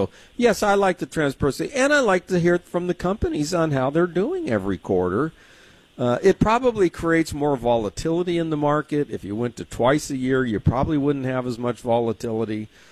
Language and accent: English; San Diego, California, United States; moved away; I've been on a lot of harbor cruises growing up in San Diego